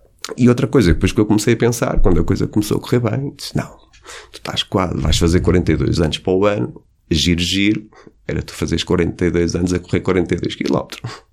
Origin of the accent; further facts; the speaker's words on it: Nazaré, Centro, Portugal; a meia maratona de Nazaré, minha terra natal.